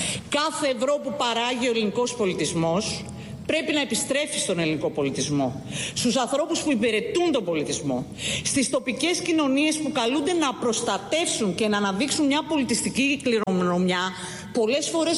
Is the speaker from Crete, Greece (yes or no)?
no; Peloponnese, Greece; ως Πελοποννήσια